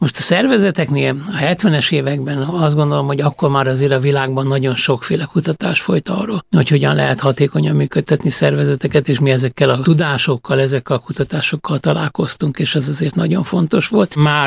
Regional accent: Budapest, Hungary; mert mi Budapesten laktunk, és én budapesti vagyok, de én jártam le 5 éves koromban a tejboltba

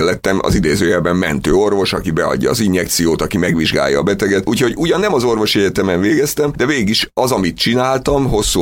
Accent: Budapest, Hungary; Tehát a Szent István körúton nőttem föl, a Margit híd közelében

